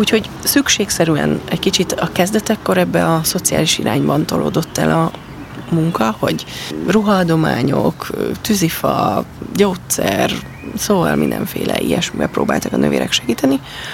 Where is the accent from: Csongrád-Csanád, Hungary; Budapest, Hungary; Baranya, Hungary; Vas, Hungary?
Budapest, Hungary; moved away as an adult; now in Arló, Hungary; én itt Budapesten nőttem föl, vagy Budán, és hogy egy nagyon más világba keveredtem, amikor most már több mint 10 éve élek Arlóban